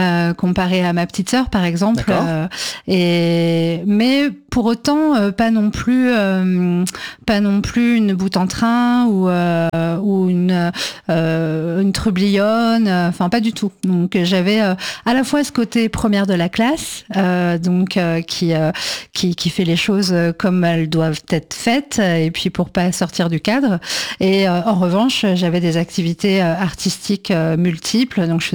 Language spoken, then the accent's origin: French; Poissy, Île-de-France, France; born there; je suis née dans les Yvelines, à Poissy, donc en région parisienne, et dans une famille avec un papa cheminot et une maman qui travaillait à la sécurité sociale, une sœur